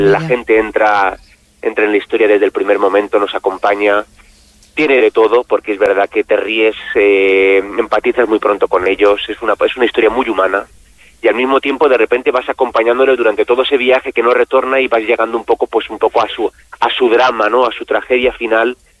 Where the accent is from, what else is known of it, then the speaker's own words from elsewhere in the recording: Valencia, Valencian Community, Spain; era Valencia, era una parada obligatoria, es uh-huh. mi tierra